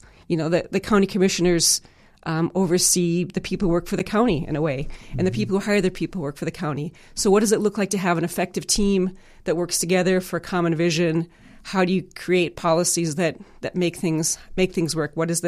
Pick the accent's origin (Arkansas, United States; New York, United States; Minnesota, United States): Minnesota, United States; Twin Cities; also born or lived in Berlin, Germany; Sure. Well, so I was born in the Twin Cities, but when I was a baby, my family moved to Berlin, Germany, because my dad worked for a computer company that opened a branch office there.